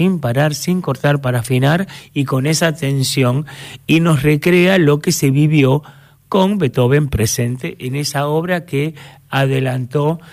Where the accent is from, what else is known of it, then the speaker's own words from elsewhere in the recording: Argentina; somos argentinos